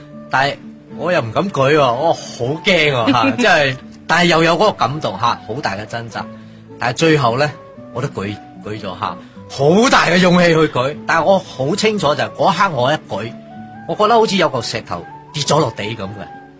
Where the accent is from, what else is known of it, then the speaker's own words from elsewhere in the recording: Ipoh, Perak, Malaysia; 因为我家乡其实1970几年嘅时候咧系怡宝其中几个区卖白粉嘅黑区